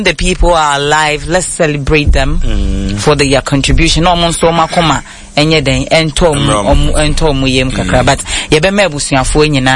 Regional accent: Ghana; When I nanka Nigeria, I am from Ghana.

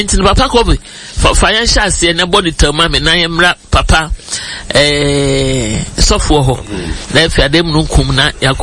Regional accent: Toronto, Ontario, Canada; from Canada. Toronto.

